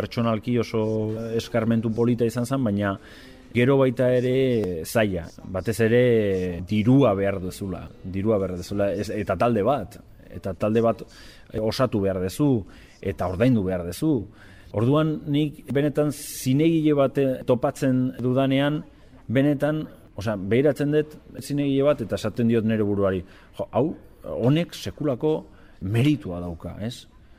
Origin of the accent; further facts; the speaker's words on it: San Sebastián, Basque Country, Spain; Euskal Herria asko imataitzen dut, eta nire herria da, eta Donostia da nire hiria